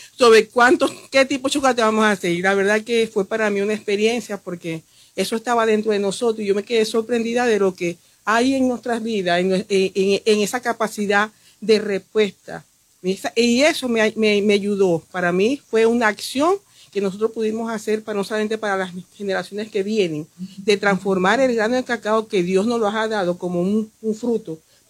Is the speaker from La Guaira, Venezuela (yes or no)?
no; Bobures, Zulia, Venezuela; yo vengo también de un pueblo donde también viví, y como también nos cuentan nuestros abuelos, nuestros antepasados, que tuvieron que trabajar nuestra tierra en sembrar el cacao, el café, la yuca, todo eso que es el sur del lago